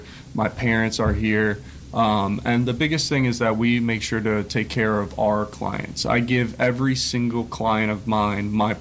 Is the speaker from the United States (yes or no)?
yes; Stuart, Florida, United States; now in Port St. Lucie, United States; I'm a personal injury car accident attorney for the Eberst Law Firm. I grew up here in Stuart, Florida, Palm City, Port St. Lucie. I now live in Port St. Lucie.